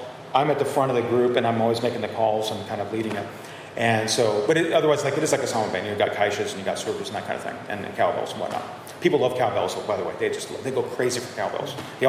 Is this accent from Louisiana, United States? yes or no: yes; New Orleans, Louisiana, United States; I'm from here. I'm from New Orleans.